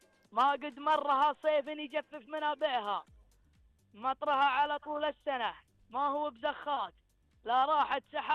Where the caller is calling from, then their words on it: Taif, Makkah Province, Saudi Arabia; من الطائف.